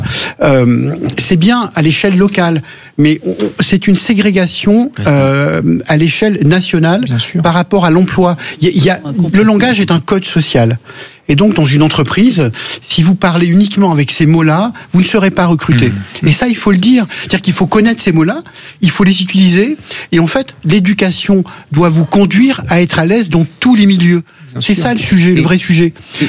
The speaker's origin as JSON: {"language": "French", "town": "Marseille", "region": "Provence-Alpes-Côte d'Azur", "country": "France", "said": "Moi je suis un provençal, donc à Marseille on emploie des mots qu'on n'emploie pas à Paris"}